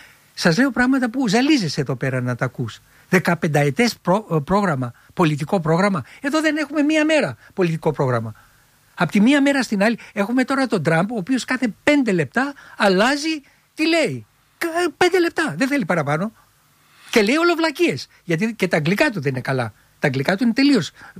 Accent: Filothei, Attica, Greece; γεννήθηκα στη Φιλοθέη. Γέννημα θρέμα.

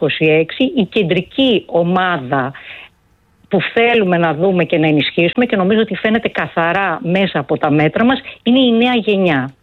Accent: Arta, Epirus, Greece; now in Athens, Greece; Είμαι από την Ήπειρο, ναι, από την Άρτα.

